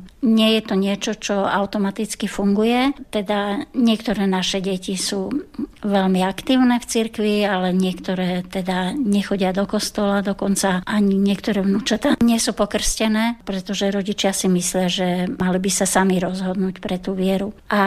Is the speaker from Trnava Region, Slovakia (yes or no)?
yes; Trnava, Trnava Region, Slovakia; Aj som vyrastala v Trnave